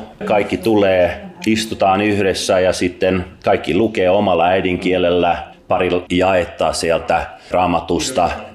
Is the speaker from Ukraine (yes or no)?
no; Afghanistan; Finnish is a second language; now in Finland; kun mä olin siellä 70- ja 80-luvulla lapsena Afganistanissa